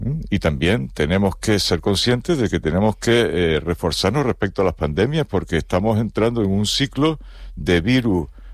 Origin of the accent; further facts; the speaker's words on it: Canary Islands, Spain; Somos Canarias, es la frontera sur de España y de Europa.